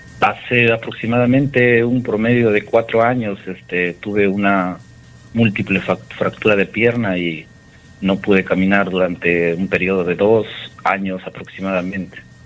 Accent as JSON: {"language": "Spanish", "town": "Usquil", "region": "La Libertad", "country": "Peru", "tie": "born or raised there", "lives_now": "Trujillo, Peru", "said": "Yo soy del distrito de Usquil, nací en Usquil, la provincia de Otuzco, departamento de la Libertad. Estudié también mi primaria y mi secundaria en el Colegio Teófilo Benítez Gil. Y terminando, pues, me vine a la ciudad de Trujillo, donde radico actualmente."}